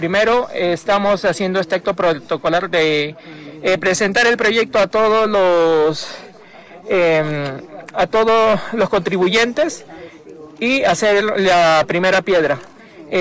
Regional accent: Ica, Peru; Yo soy de Ica, la ciudad de Ica.

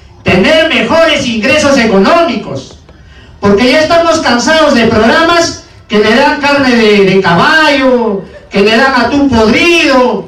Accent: Pasco, Peru; Yo vengo de Cochacharao.

